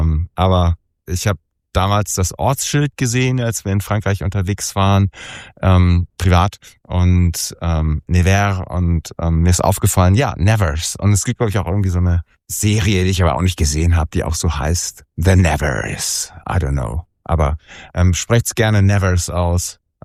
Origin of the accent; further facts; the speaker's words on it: Sylt, Schleswig-Holstein, Germany; now in Hamburg, Germany; Ich bin auf Sylt aufgewachsen, tatsächlich.